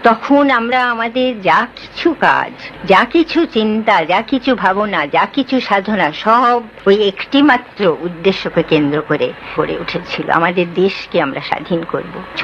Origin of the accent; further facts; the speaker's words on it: India; born there; পরাধীন দেশে আমরা জন্মেছিলাম, পরাধীন দেশে আমরা বড় হয়েছিলাম